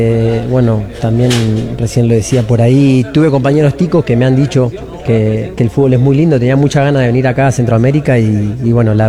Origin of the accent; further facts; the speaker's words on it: Santa Fe, Argentina; moved away as an adult; now in Puntarenas, Costa Rica; soy hincha de Colón de Santa Fe, que es el equipo de mi ciudad.